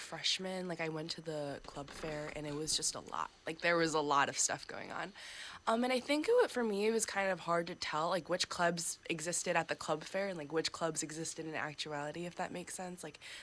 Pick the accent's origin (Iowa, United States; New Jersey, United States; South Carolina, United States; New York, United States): New York, United States; born there; also born or lived in Pennsylvania; I was born in Pennsylvania. I lived there for 9 years, and then I moved to New York. So I went to high school in the city